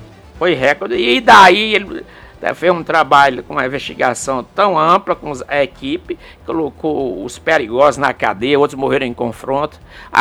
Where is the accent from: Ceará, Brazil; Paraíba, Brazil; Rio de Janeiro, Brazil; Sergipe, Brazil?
Paraíba, Brazil; Joca Claudino; Tem a minha querida Joga Claudino. Minha terra. Na nossa região aqui